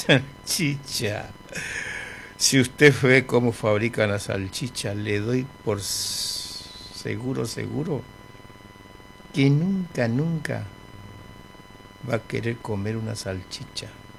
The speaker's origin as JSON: {"language": "Spanish", "town": "Presidencia de la Plaza", "region": "Chaco", "country": "Argentina", "moved": "yes", "said": "Quiero saludar a mis amigos de Presidencia de la Plaza, a mi pueblo, para todos mis parientes."}